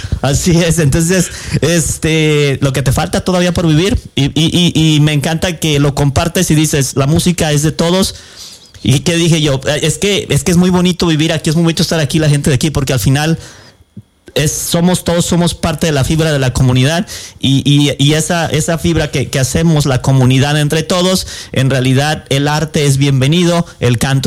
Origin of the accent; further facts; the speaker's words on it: Colima, Mexico; moved away; yo he estado en México, obviamente soy de Colima